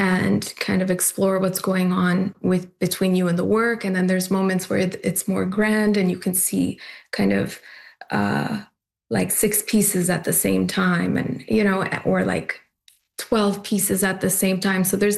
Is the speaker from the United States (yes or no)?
no; Canada; moved away as an adult; now in Dubai, United Arab Emirates; And I am Canadian, so I think I made the move during COVID